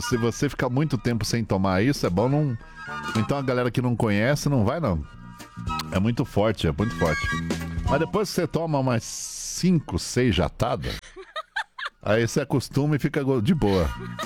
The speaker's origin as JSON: {"language": "Portuguese", "region": "São Paulo", "country": "Brazil", "tie": "born or raised there", "also_born_or_lived": "Lages, Santa Catarina", "said": "Imagina, eu morava em São Paulo, crescendo em São Paulo."}